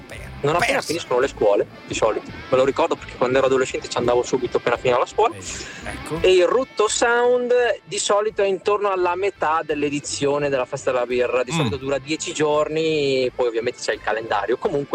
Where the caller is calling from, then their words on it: Reggiolo, Emilia-Romagna, Italy; io sono di Reggiolo, ecco.